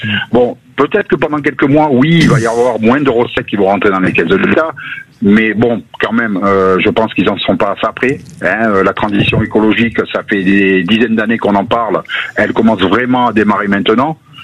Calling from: Foix, Occitanie, France; Je suis à Foix.

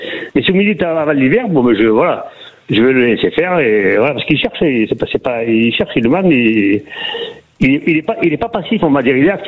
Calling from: Frontignan, Occitanie, France; Frontignan, à côté de Montpellier

